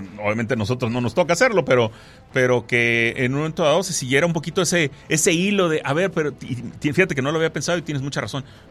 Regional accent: Mexico; yo como mexicano

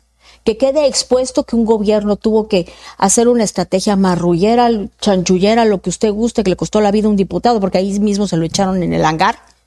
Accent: Mexico; Y que coincidiría como mexicana

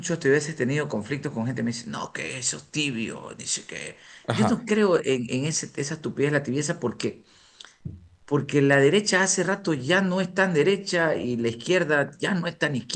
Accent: Ecuador; Yo, como ecuatoriano

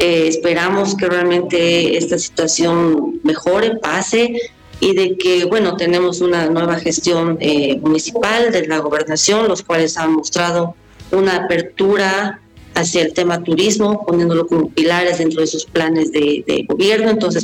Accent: La Paz, Bolivia; como bolivianos, las señas, seguimos acá poniendo el hombro a nuestro departamento y a nuestra ciudad de La Paz.

